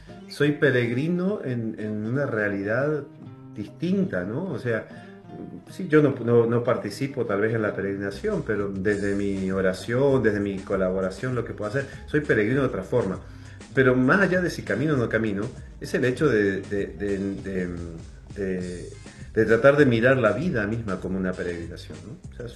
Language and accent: Spanish; María Grande, Entre Ríos, Argentina; muy cerca de mi pueblo, en María Grande, en Entre Ríos